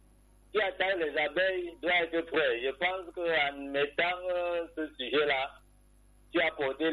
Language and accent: French; Cameroon; born there; je suis né au Cameroun.